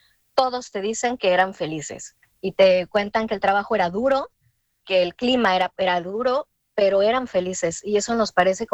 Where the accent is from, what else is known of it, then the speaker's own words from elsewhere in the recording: Mexico; moved away as an adult; now in Espronceda, Spain; somos mexicanos los dos y efectivamente llegamos aquí porque la familia de Benjamín tiene sus orígenes en Espronceda, en este pueblo en el que vivimos